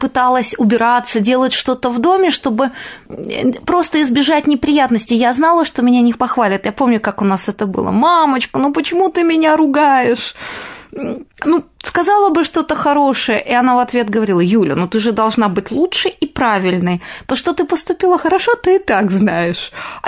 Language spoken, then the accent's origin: Russian; Bishkek, Kyrgyzstan; born there; Сначала я родилась во Фрунзе в семье офицера, кадрового офицера и учительницы.